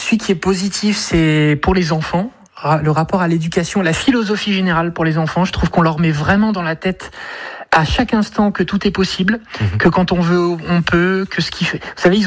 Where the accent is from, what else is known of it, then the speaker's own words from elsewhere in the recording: France; now in United States; nous en tant que Français